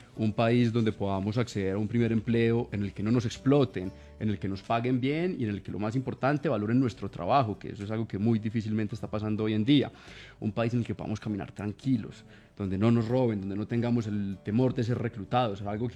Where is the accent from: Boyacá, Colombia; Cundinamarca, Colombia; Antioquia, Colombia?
Antioquia, Colombia; Medellín; born there; Una es la suerte mía porque nací en Medellín, en un hogar, clase media, donde mis papás tuvieron la oportunidad de ser los primeros de su familia en ir a la educación pública.